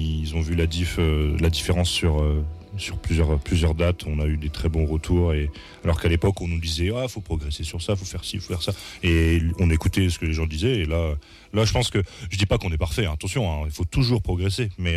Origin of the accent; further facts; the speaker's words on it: Douai, Hauts-de-France, France; Quand la sortie de l'EP, on l'a fait à Douai. Notre premier concert, c'était à Douai, donc on est des Douaisiens.